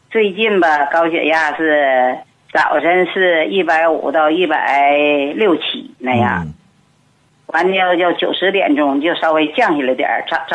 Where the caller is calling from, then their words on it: Shenyang, Liaoning, China; 我是沈阳的皇姑区的，